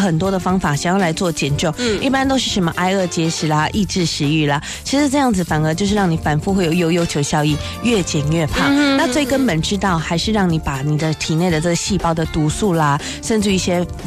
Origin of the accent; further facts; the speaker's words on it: Taiwan; 还有像我们台湾人其实现在也是有三高啦